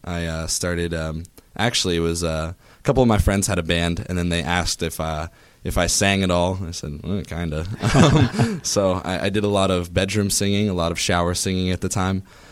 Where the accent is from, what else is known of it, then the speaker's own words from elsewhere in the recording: Sewickley, Pennsylvania, United States; So I went to Quaker Valley High School up in Swickley-Leetsdale area.